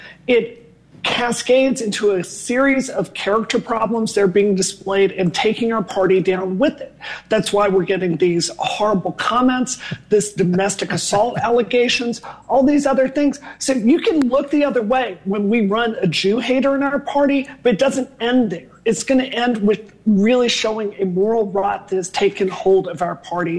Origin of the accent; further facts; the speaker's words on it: Mississippi, United States; I'm from Mississippi, dude.